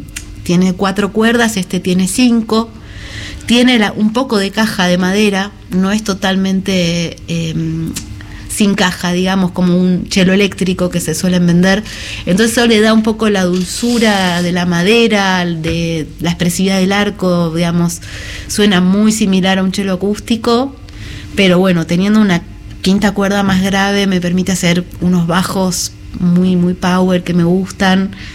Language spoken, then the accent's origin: Spanish; Buenos Aires, Argentina; now in Trevelin, Argentina; Me formé acá, empecé muy chiquita con la música